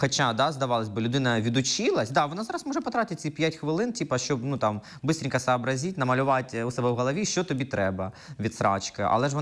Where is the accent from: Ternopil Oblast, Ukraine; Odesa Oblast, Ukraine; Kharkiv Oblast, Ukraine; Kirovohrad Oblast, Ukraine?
Kirovohrad Oblast, Ukraine; Kropyvnytskyi; Ні, я з Кропивницького.